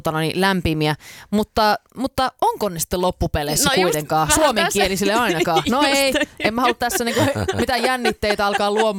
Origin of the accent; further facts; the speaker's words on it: Jakobstad, Ostrobothnia, Finland; now in Helsinki, Finland; mä oon itse Pietarsaaresta kotoisin, jossa on paljon suomenruotsalaisia